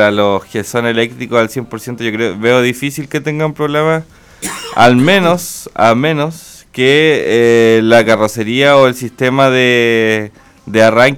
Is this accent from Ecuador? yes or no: no; Chile